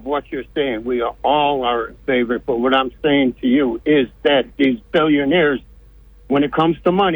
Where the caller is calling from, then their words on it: Binghamton, New York, United States; I'm from Binghamton.